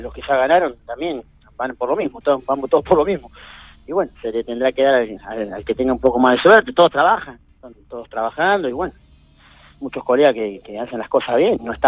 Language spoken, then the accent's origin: Spanish; Argentina; Somos argentinos